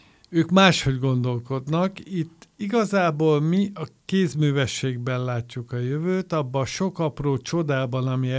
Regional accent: Hungary; az onnan jövő újságíró nem értettem, hogy mit szeretne tőlem, magyar embertől

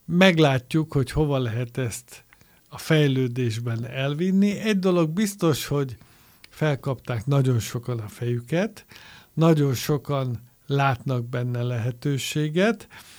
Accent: Tatabánya, Komárom-Esztergom, Hungary; én egy tatabányai bányász gyerek vagyok, én onnan származom, ott élek a mai napig

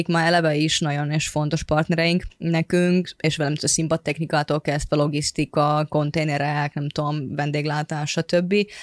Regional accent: Finland; Hungarian is a second language; now in Hungary; az lehet azért, mert a Finnországból származok, és ezért országból vagyunk, és így Magyarországon

